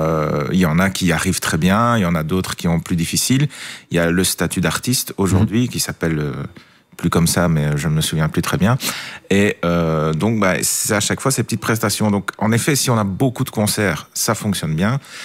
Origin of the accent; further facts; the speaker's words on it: Saint-Ghislain, Wallonia, Belgium; Je suis de Saint-Guilain, plutôt, plus précisément.